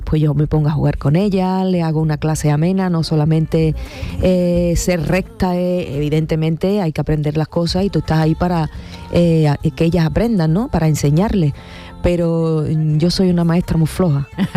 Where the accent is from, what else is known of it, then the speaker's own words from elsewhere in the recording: Rociana del Condado, Andalusia, Spain; el vino en mi pueblo, en Rociana del Condado.